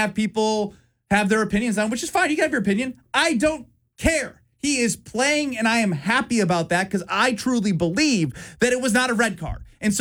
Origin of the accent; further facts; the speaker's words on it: United States; I'm not going to apologize for being American.